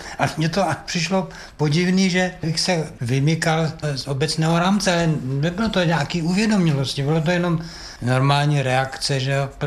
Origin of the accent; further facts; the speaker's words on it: Most, Ústí nad Labem Region, Czechia; No, já jsem původem teda z Mostu. Narodil jsem se v Mostu, na to si příliš nepamatuju. Takový ranní mládí bylo spíš v Ervinicích.